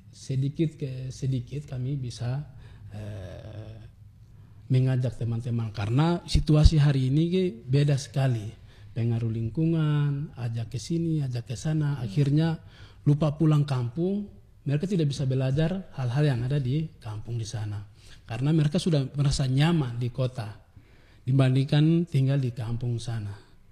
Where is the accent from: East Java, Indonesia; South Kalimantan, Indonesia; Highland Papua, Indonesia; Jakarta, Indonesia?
Highland Papua, Indonesia; Misalnya kami di Walelagama itu sebutkan Hepirika, itu sayur ubi.